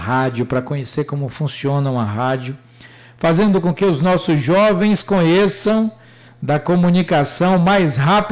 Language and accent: Portuguese; Maragogipe, Bahia, Brazil; born there; now in Muritiba, Brazil; Eu tenho culpa de gostar e amar minha terra. Eu gosto e amo Maragogipe porque é minha terra.